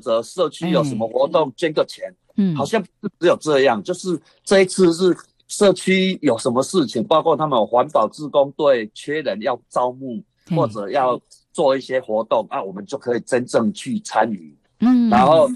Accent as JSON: {"language": "Chinese", "region": "Yunlin County", "country": "Taiwan", "accent": "Haikou accent (coastal Taiwanese Hokkien)", "said": "我云林、哦、海口腔。"}